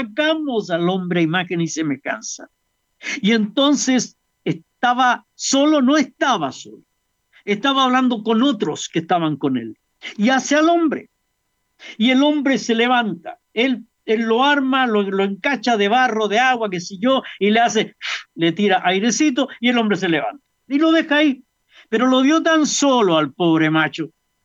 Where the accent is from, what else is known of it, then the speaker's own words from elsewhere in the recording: Chile; como los chilenos somos chilenos